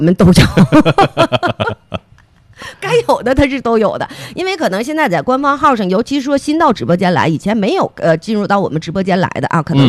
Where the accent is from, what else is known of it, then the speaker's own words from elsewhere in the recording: Northeast China, China; accent: Dongbei (Northeastern); 他们说我就觉得你这么说东北话老好听了